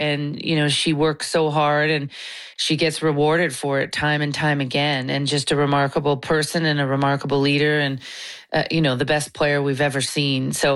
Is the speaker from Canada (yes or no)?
yes; Canada; but you know, I am Canadian, so it's kind of nice that we are going to have a Canadian team that's going to win it